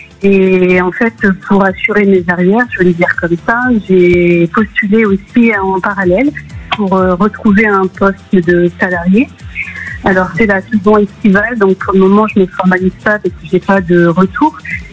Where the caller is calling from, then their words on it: Poitiers, Nouvelle-Aquitaine, France; Je vous appelle de Poitiers.